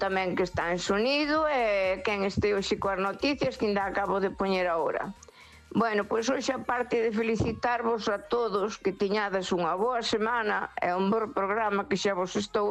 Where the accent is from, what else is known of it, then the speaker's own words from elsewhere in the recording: Ourense, Galicia, Spain; Hola, boas noites … de Ourense.